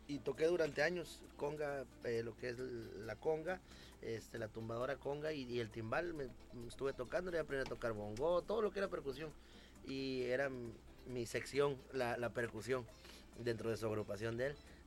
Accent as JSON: {"language": "Spanish", "region": "Veracruz", "country": "Mexico", "said": "Soy, soy veracruzano, padres, mi padre cubano, mi madre veracruzana, abuelos cubanos."}